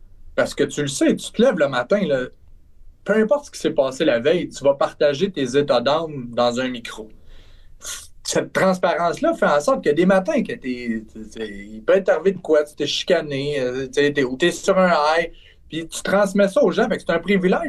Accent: Trois-Rivières, Quebec, Canada; Le plus absurde là-dedans, c'est que je viens de Trois-Rivières.

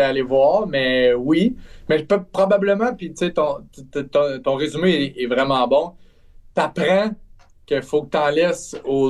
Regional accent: Trois-Rivières, Quebec, Canada

